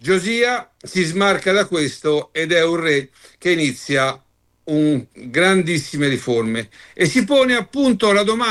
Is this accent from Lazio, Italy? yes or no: no; Florence, Tuscany, Italy; Io sono di Firenze